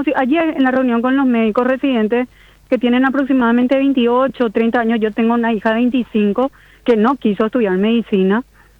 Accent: Paraguay; qué es lo que nosotros queremos como paraguayos?

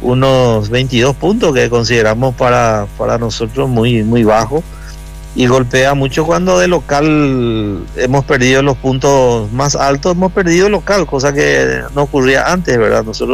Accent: Asunción, Paraguay; moved away as an adult; also born or lived in Campo Grande, Asunción / Luque; now in Pedro Juan Caballero, Paraguay; en Chacarita toda mi infancia hasta los 12 años. Después me mudé en la zona, como se dice, Campo Grande

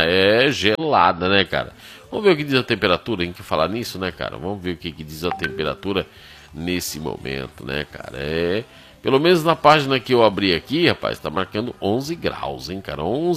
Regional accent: Brazil; Como brasileiro, vamos criticar a seleção brasileira

